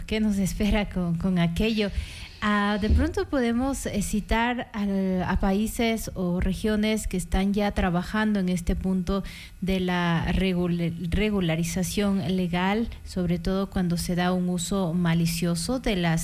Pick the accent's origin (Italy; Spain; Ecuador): Ecuador; sobre todo nosotros los ecuatorianos, tenemos en nuestro dialecto, ¿no?, ciertas palabras o formas